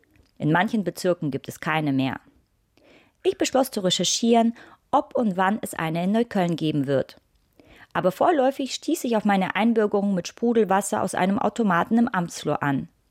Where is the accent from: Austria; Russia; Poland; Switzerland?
Russia; now in Germany; Seit 4 Monaten bin ich Deutsche. 27 Jahre lang war ich in diesem Land eine Russin mit einer Aufenthaltsgenehmigung.